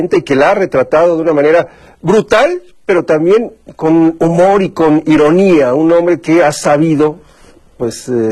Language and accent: Spanish; Mexico